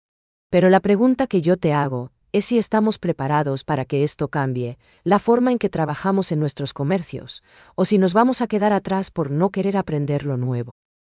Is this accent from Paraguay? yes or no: yes; Paraguay